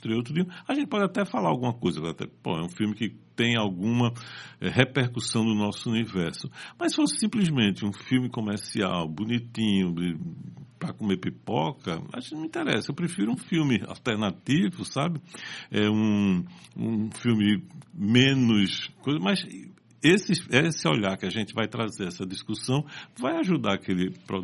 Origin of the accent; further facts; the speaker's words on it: Recife, Pernambuco, Brazil; eu que sou do Recife